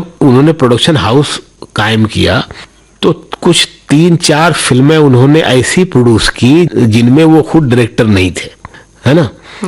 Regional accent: Azamgarh, Uttar Pradesh, India; moved away; मैं आज भी आजमगढ़ जब जाता हूँ तो जिन गलियों में खेलता था उनकी शक्लें बदल गई हैं, और कुछ गलियां खत्म हो गई हैं, कुछ जगहें बदल गई हैं सब, फिर भी वहां जाता हूं मैं।

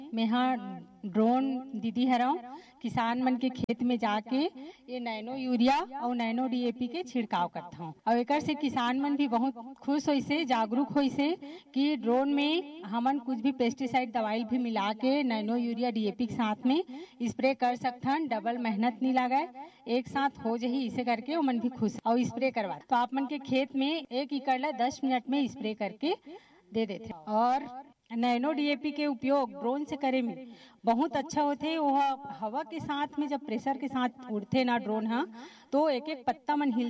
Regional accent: Chhattisgarh, India; मैं चंदखुरी फार्म के पास नकपुरा ग्राम है वहाँ के रहने वाली हूँ।

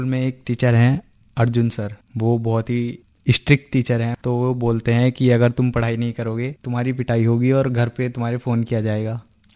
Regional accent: Fazalpur, Uttar Pradesh, India; also born or lived in Mandawar; मैं फजलपुर का रहने वाला हूँ।

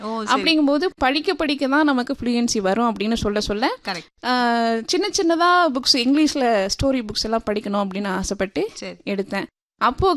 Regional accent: Dindigul district, Tamil Nadu, India; moved away as an adult; also born or lived in Palani, Tamil Nadu; now in Coimbatore, India; நான் என்னோட சொந்த ஊரே திண்டுக்கல் மாவட்டம், ஒட்டந்தத்துறை மட்டம், ரெட்டியபட்டி கிராமம்.

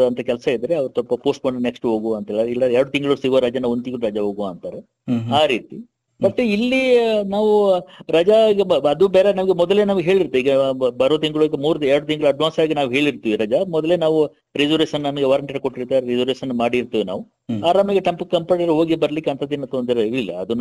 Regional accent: Kiggalu, Karnataka, India; moved away as an adult; ನಮ್ಮ ಊರು ಕಿಗ್ಗಾಲು

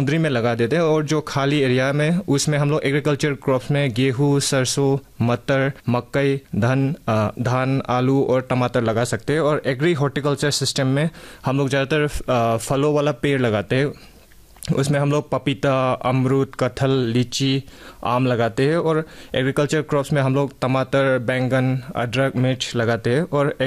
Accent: Imphal, Manipur, India; moved away; इम्फाल में जो मेरा होम टाउन है

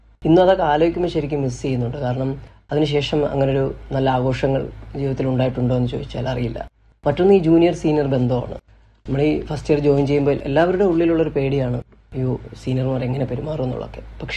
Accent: Balaramapuram, Kerala, India; തിരുവനന്തപുരം ബാലരാമരം സ്വദേശിയാണ്. ഞാൻ ഡിഗ്രി പഠിച്ചത് തിരുവനന്തപുരം യൂണിവേഴ്സിറ്റി കോളേജിലാണ്.

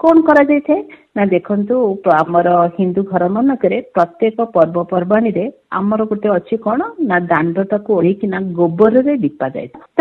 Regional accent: Odisha, India; ଆମେ ଓଡ଼ିଆ ଘର ହଉ, ଆମର କ'ଣ ହେଇଛି ନା 12 ମାସରେ 13 ପର୍ବ ପାଳନ କରୁଛୁ

